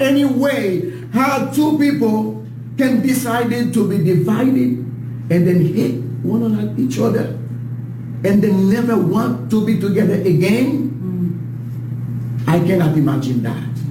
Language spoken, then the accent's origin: English; Haiti; English is a second language; I came from Haiti.